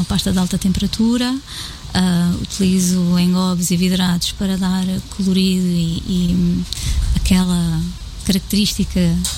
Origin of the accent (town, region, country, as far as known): Abrantes, Centro, Portugal; born there; also born or lived in Angola